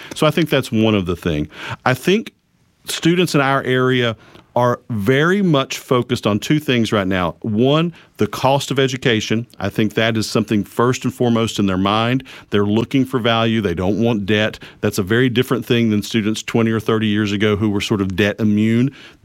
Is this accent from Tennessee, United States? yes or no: yes; Tennessee, United States; moved away as an adult; also born or lived in Richlands, Virginia / Lebanon, Virginia; now in Pulaski County, Virginia, United States; worked my entire career in Appalachia, and so it feels like home. Grew up in Northeast Tennessee in the Tri-City area, worked for a number of years in Richlands and Lebanon, Virginia